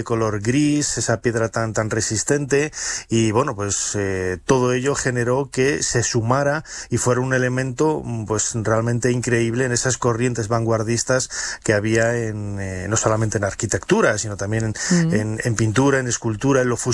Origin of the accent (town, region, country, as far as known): León, Castile and León, Spain; born there; also born or lived in Valladolid / Madrid